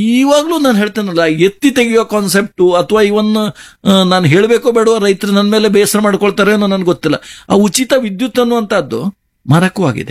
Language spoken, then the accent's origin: Kannada; Coastal Karnataka, India; ನಮ್ಗೆ ಕೋಸ್ಟಲ್ನವರಿಗಂತೂ ಎಸ್ಪೆಷಲ್